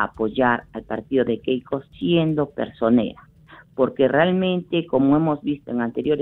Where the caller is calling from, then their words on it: Arequipa, Peru; unos compañeros acá en Caima, exactamente, en una zona no céntrica, en la término medio